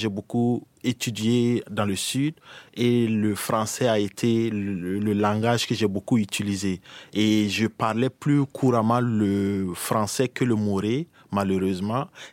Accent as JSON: {"language": "French", "country": "Burkina Faso", "tie": "born or raised there", "also_born_or_lived": "Ouagadougou / Boutenga", "first_language": "Mooré", "second_language": "French", "moved": "as an adult", "lives_now": "Luxembourg", "said": "moi, même en tant que Burkinabé à Ouaga, j'ai fait mes études dans les capitales et dans les provinces."}